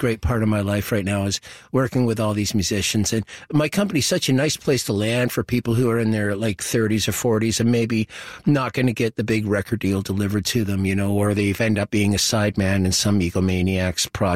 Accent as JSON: {"language": "English", "town": "Toronto", "region": "Ontario", "country": "Canada", "tie": "born or raised there", "said": "I grew up in Scarborough, and we had the Kennedy Drive-In on Kennedy Road."}